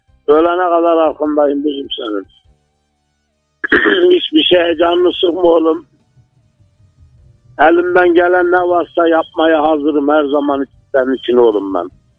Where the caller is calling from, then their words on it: Ceyhan, Adana, Turkey; Adana Ceylan'dan arıyorum ben.